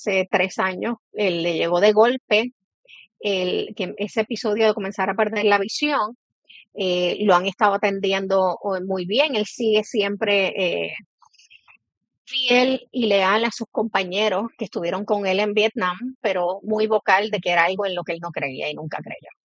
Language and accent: Spanish; Mayagüez, Puerto Rico; en Mayagüez, que es mi pueblo natal, y tengo amistades y familia